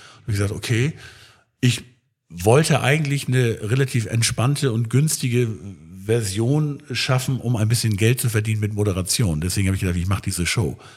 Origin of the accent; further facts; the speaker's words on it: Schleswig, Schleswig-Holstein, Germany